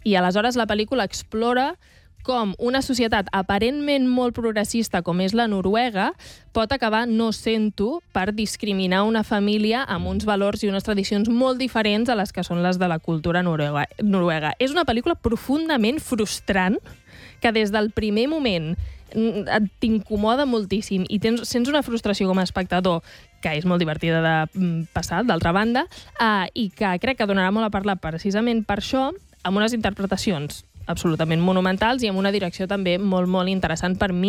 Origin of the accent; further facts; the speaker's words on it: Barcelona, Catalonia, Spain; els que vivim a Barcelona i som de Barcelona